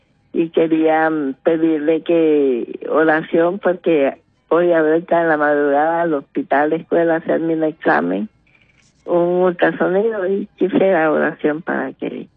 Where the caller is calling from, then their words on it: Valle de Ángeles, Francisco Morazán, Honduras; lo llamo de Valle de Ángeles.